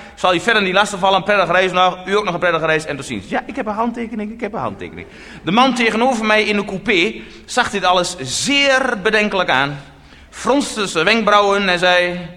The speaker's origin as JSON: {"language": "Dutch", "country": "Netherlands", "said": "Zo bekend ben ik als Nederlander onder andere."}